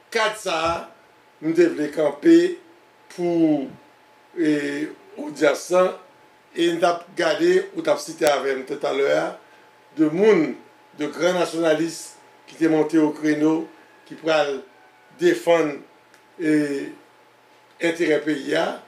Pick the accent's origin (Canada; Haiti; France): Haiti; Nous sommes jeunes d'Haïti, des jeunes garçons.